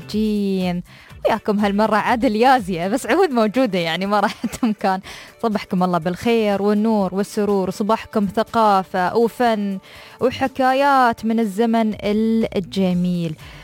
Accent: United Arab Emirates

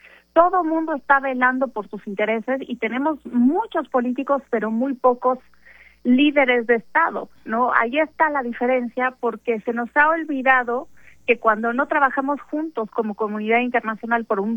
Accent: Mexico

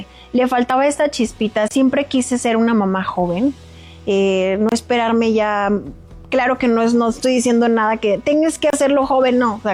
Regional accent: Culiacán, Sinaloa, Mexico; Yo soy de Culiacán.

